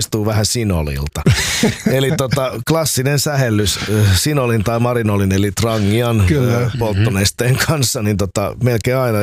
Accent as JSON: {"language": "Finnish", "town": "Helsinki", "region": "Uusimaa", "country": "Finland", "tie": "born or raised there", "also_born_or_lived": "Hamina", "said": "Kyllä mä Helsingistä lasken olevani."}